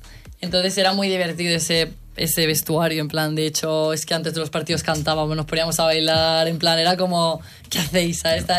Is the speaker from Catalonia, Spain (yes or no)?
no; Andalusia, Spain; Porque yo en mi casa siempre se escucha flamenco, en plan, somos muy andaluces, ¿sabes? Mi familia es andaluza, entonces el flamenco se lleva por la sangre.